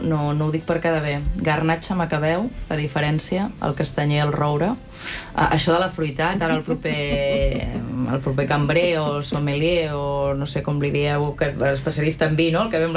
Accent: Catalonia, Spain; Jo soc del Pla de l'Estany i n'han tancat moltíssims i tal.

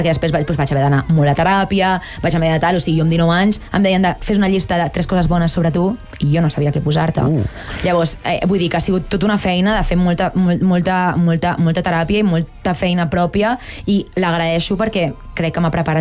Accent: Barcelona, Catalonia, Spain; Perquè fins a aquell moment, no, que jo vinc del Raval, en plan, jo no coneixia ningú que fos cantant

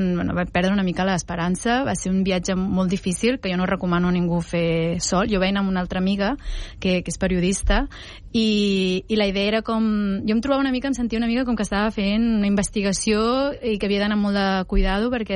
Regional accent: Reus, Catalonia, Spain; Que normalment jo dic, soc de Reus, i la gent em pregunta, no, realment, d'on ets? D'on, sí, vens?

